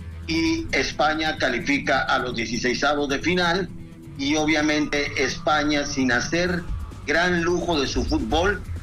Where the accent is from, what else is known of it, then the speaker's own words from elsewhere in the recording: Mexico; Mi equipo, claro, obviamente soy mexicano, es México